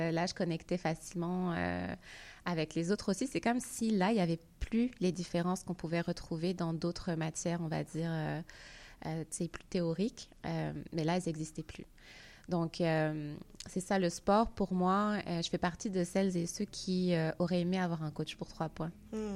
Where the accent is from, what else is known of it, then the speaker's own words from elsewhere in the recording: Paris, Île-de-France, France; now in Quebec, Canada; moi, je suis née en France, dans une banlieue à côté de Paris, et j'ai été à l'école primaire dans ce qu'on appelle une zone d'éducation prioritaire.